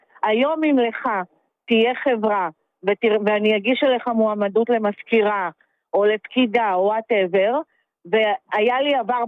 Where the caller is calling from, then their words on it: Petah Tikva, Central District, Israel; מפתח תקווה.